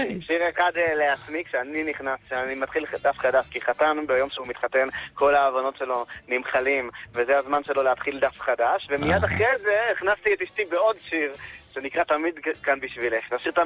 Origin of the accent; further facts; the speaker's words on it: Rehovot, Central District, Israel; also born or lived in Jerusalem / Gush Etzion; נכון, אני הייתי כמה שנים בירושלים... בהתחלה הייתי ברחובות, אחרי זה בירושלים.